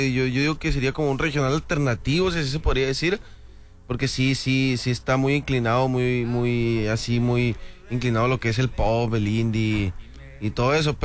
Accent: Hermosillo, Sonora, Mexico; Hermosillo, Sonora, la ciudad del sol. De hecho, está igual el calor aquí que allá.

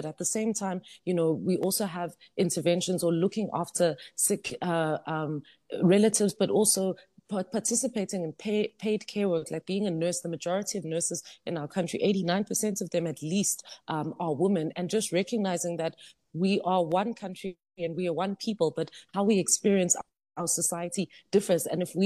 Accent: Emalahleni, Mpumalanga, South Africa; where I grew up in Emalahleni in Witbank. Yes, it's a coal mining town, and it's well known for that.

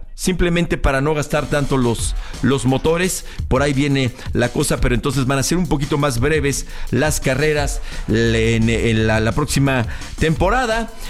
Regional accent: Mexico; Yo soy mexicano.

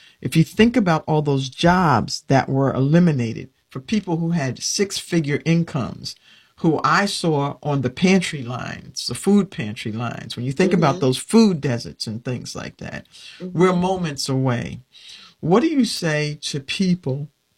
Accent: New York, United States; now in Mitchellville, Maryland, United States; I'm in Maryland, I'm in Mitchellville, Maryland. And when I say I'm from New York

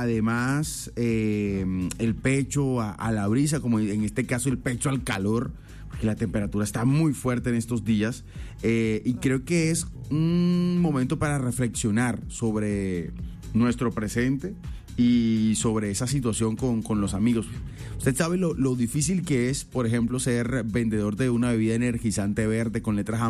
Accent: Colombia; Soy colombiano y pertenezco a las colombianas.

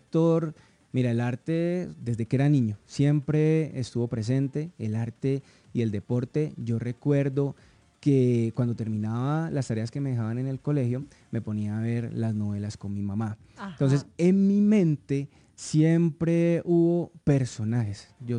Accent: Cali, Valle del Cauca, Colombia; soy de Cali

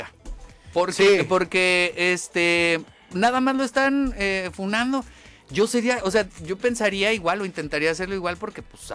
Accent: Mexico

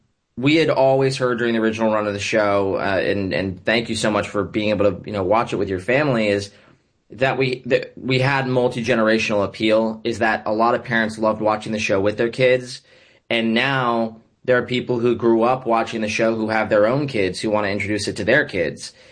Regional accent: Florida, United States; I grew up in Florida.

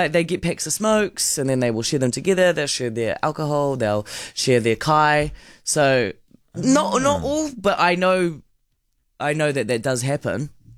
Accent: Pukekohe, Auckland, New Zealand; now in Auckland, New Zealand; I grew up in Pukekohe

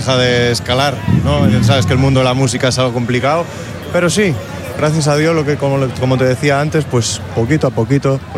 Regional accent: Tui, Galicia, Spain; y al final es mi casa, yo soy de aquí, soy gallego.

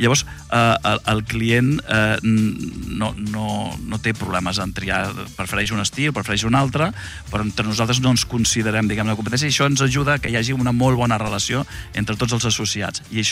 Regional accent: Cambrils, Catalonia, Spain; Jo sóc de Cambrils.

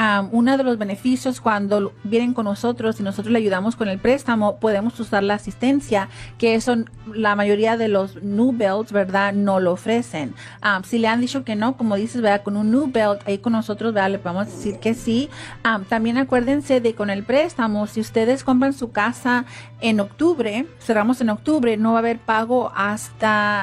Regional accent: Riverside, California, United States; also born or lived in Mexicali; Yo crecí en California

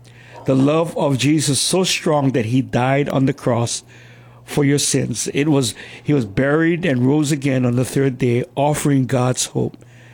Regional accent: Waipahu, Hawaii, United States; Yeah, it's one thing about growing up in Hawaii, especially Waipahu, there's a lot of ohana and family, and, we always remember those times growing up

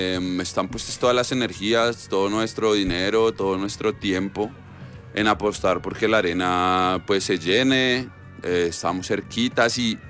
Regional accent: Bogotá, Bogotá Capital District, Colombia; Yo siento que soy más colombiano, siento que soy más rolo allá.

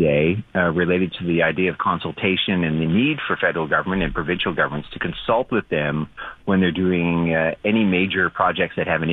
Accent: Manitoba, Canada; And that's why I said I'm from Treaty 1 territory, because that's Treaty 6 and Treaty 8 territory there.

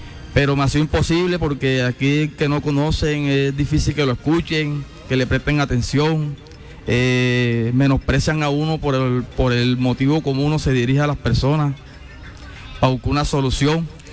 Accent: Villarrosa, Atlántico, Colombia; Yo soy un joven que soy de Villarrosa, vivo de la pesca.

